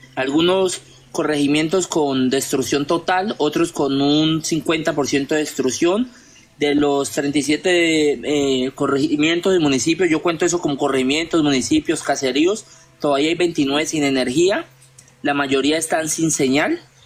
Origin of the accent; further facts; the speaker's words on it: Buenaventura, Valle del Cauca, Colombia; moved away as an adult; now in Chocó, Colombia; yo soy nacido y criado en Buenaventura. Hace unos años estoy acá por, como te dije, condiciones de desplazamiento, la violencia de Buenaventura.